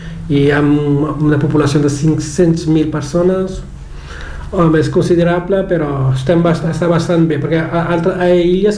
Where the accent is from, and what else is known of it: Cape Verde; first language Cape Verdean Creole; Catalan is a second language; now in Barcelona, Spain